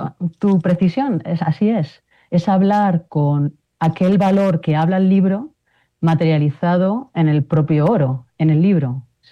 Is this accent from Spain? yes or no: yes; Spain; soy española